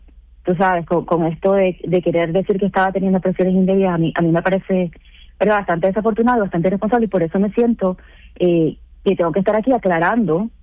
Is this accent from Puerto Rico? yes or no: yes; Puerto Rico